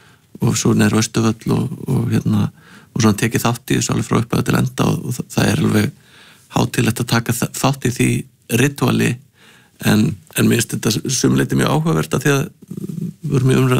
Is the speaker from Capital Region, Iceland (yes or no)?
yes; Hafnarfjörður, Capital Region, Iceland; ég er úr Hafnarfirði og ég manna að spennan í kringu 17. júni var að fara á kvöldskemmtunum